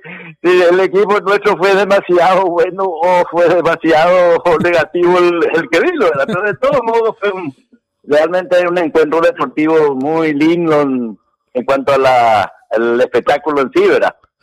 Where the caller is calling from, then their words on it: Encarnación, Itapúa, Paraguay; todos somos al final de Itapúa y Encarnación